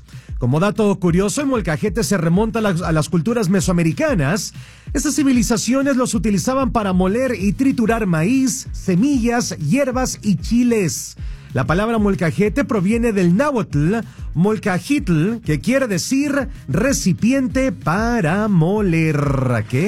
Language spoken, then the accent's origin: Spanish; Mexico; como buenos mexicanos, sabemos que para que una salsa quede así deliciosa, no hay de otra.